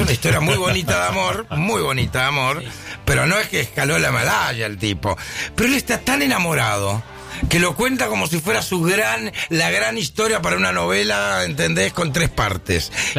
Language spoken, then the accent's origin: Spanish; Argentina